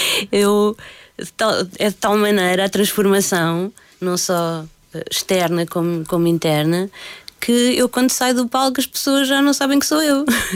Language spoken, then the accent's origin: Portuguese; Lisbon, Portugal; also born or lived in Arrifana; Eu, apesar de ter vivido sempre em Lisboa, tecnicamente não nasci em Lisboa, nasci numa aldeia chamada Arrifana, mas que não é uma das Arrifanas que as pessoas conhecem, não é do Algarve nem nada.